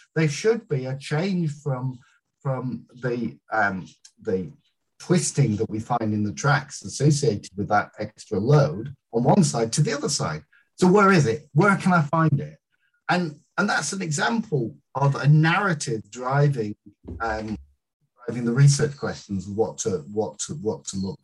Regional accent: United Kingdom; I'm British through and through

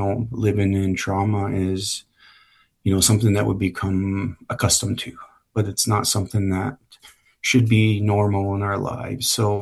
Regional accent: Montana, United States; growing up on the Blackfeet Reservation and then also losing my brother there on the Blackfeet Reservation

